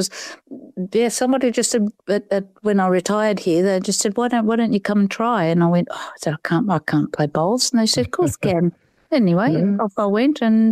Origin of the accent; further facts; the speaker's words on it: Papua New Guinea; I grew up in New Guinea. I was born and brought up in New Guinea.